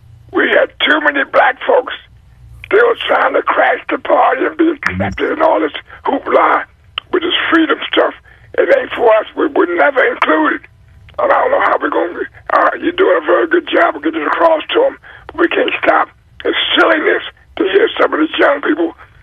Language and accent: English; Philadelphia, Pennsylvania, United States; I'm from North Philly